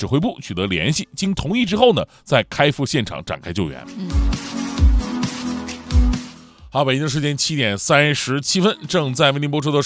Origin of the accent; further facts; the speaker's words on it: Northeast China, China; 在内陆城市的时候，尤其作为东北人，是没有见过任何台风的